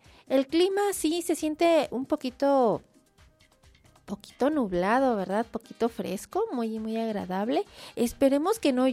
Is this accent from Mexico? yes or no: yes; Mexico; a festejar que somos mexicanos y que tenemos un hermoso país.